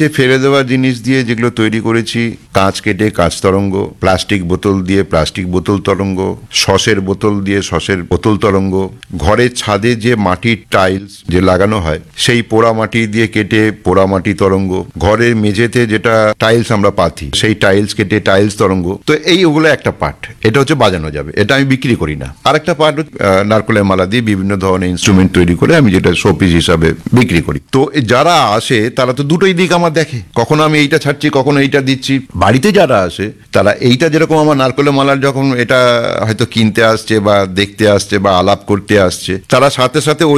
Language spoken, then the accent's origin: Bangla; Serampore, West Bengal, India; আমি আমার বাড়ি শ্রীরামপুর, শ্রীরামপুরে ঘরে বসে আমি এটাকে সেল।